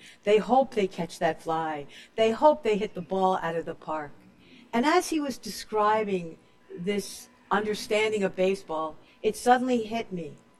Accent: Brooklyn, New York, United States; born there; I mean, I was born in Bear Ridge, Brooklyn. Give me a break.

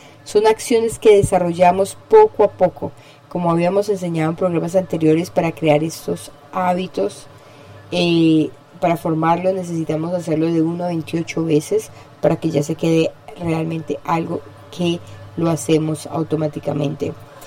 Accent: Colombia; moved away; mi tierra después de 19 años sin venir a visitarla

